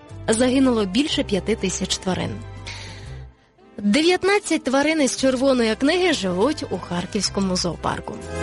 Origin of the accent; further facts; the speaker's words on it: Kyiv, Ukraine; Тепер ми, кияни, знаємо, що метро «Університет» є і у Харкові.